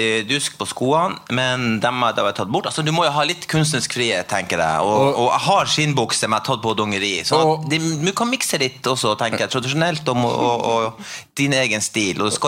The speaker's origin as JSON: {"language": "Norwegian", "town": "Porsanger", "region": "Finnmark", "country": "Norway", "said": "Hvis du er fra Kauto, jeg er fra Porsanger, jeg sjekket det ut"}